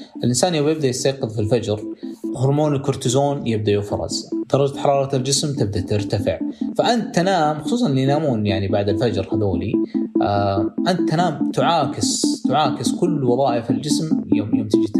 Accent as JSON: {"language": "Arabic", "country": "Saudi Arabia"}